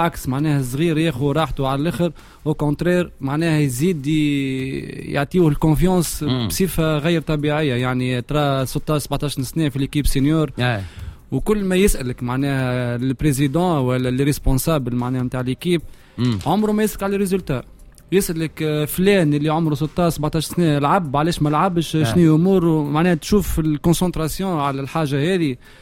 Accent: Tunisia; عندنا هنا في تونس

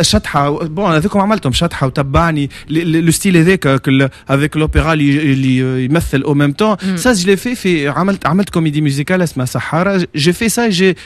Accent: Tunisia

